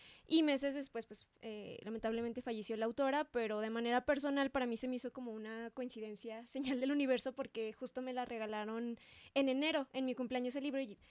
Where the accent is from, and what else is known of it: Mexico